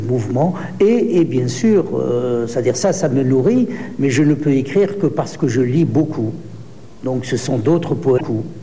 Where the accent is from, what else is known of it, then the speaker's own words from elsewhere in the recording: France; also born or lived in Algeria; l'âge de 25 ans, donc j'ai grandi en France, je suis retourné à l'âge de 25 ans, j'ai travaillé en Algérie jusqu'à l'âge de 50 ans et je suis revenu en France dans les années 90.